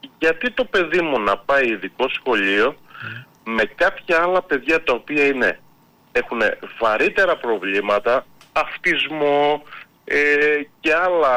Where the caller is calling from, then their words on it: Greece; είμαστε Έλληνες φορολογούμενοι